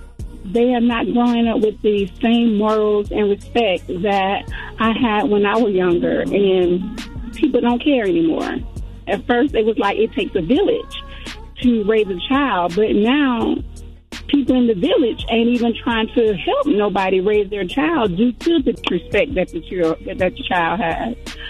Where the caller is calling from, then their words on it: Atlanta, Georgia, United States; I'm calling from Atlanta, Georgia.